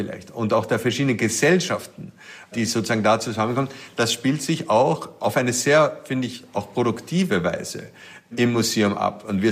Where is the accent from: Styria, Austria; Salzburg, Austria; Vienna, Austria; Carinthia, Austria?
Vienna, Austria; now in New York, United States; ich bin in Wien aufgewachsen.